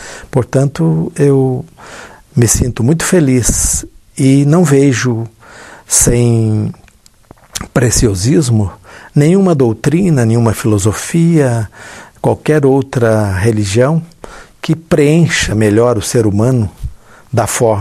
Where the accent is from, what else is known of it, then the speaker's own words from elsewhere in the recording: Araxá, Minas Gerais, Brazil; moved away; Depois que saí de Araxá, eu vim para o estado de São Paulo, e hoje até me digo, costumo dizer que sou mais paulista do que mineiro, pela maior parte da minha existência, conviver no estado de São Paulo